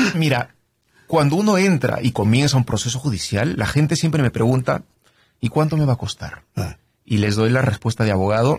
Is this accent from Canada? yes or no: yes; Saskatoon, Saskatchewan, Canada; Spanish is a second language; Yo soy de Saskatoon, Saskatchewan.